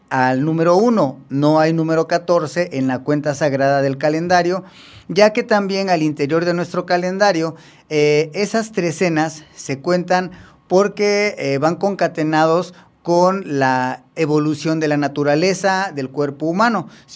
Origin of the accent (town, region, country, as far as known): Mexico